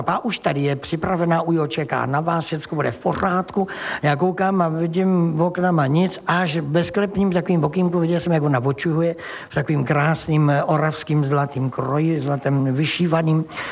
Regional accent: South Bohemian Region, Czechia; řeknu, promiňte, já jsem blbej Jihočech a pojedu domů.

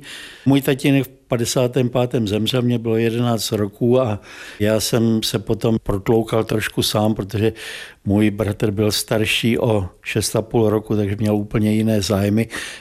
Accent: Vysoké Mýto, Pardubice Region, Czechia; born there; Já jsem se narodil tady ve Vysokém Mýtě v roce 1943 v době druhé světové války

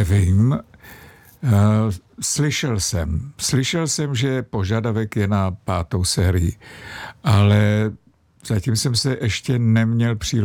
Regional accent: East Bohemia, Czechia; Byla to pro mě velká podsta a jsem hrdý Východočech.

